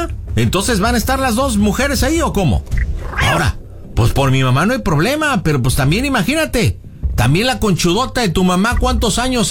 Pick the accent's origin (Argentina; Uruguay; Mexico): Mexico; Jalisco; Somos de Jalisco, pero no somos burros.